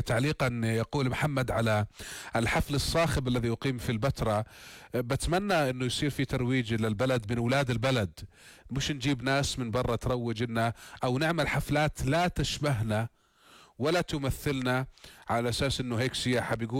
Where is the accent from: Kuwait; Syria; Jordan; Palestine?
Jordan; مع الحفاظ أكيد على خصوصيتنا كأردنيين،